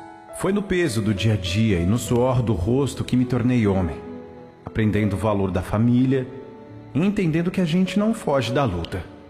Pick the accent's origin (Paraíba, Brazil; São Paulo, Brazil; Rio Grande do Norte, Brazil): Paraíba, Brazil; born there